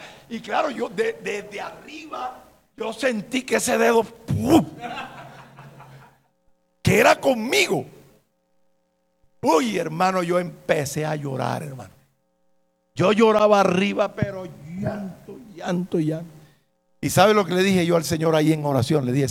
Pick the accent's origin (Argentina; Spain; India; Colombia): Colombia; Cartagena, Bolívar; born there; moved away; Me fui para mi tierra, me fui para Cartagena.